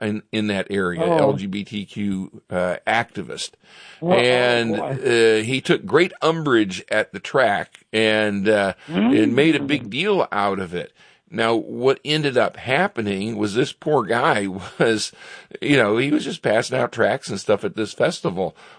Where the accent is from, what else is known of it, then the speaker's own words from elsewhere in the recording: Richfield, United States; And so when I left the Air Force, I came back to the States, back to my hometown in Richfield